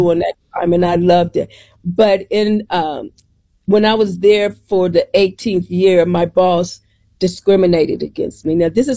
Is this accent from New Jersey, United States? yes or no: no; Dayton, Ohio, United States; Dayton, Ohio.